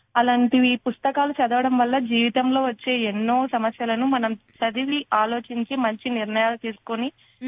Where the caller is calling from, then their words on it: Kurnool district, Andhra Pradesh, India; నేను కర్నూలు డిస్ట్రిక్ట్ నుంచి కాల్ చేస్తున్నాను.